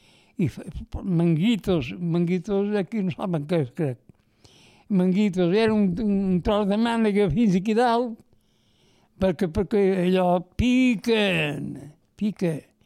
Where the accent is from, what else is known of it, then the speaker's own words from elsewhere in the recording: Alcúdia, Balearic Islands, Spain; born there; moved away as an adult; now in Ferreries, Spain; vaig néixer a Alcúdia, 1922, 22 de març.